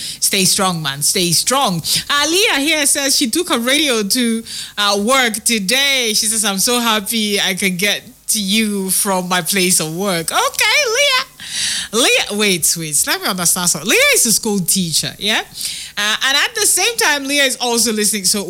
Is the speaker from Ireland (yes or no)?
no; Nigeria; I'm Nigerian first before an Arsenal fan. I'm Nigerian first. What matters at the end of the day? I'm Nigerian. Eh? A blue-blooded Nigerian